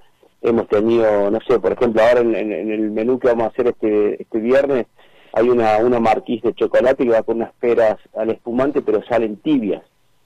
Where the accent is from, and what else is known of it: Córdoba, Argentina; now in Neuquén, Argentina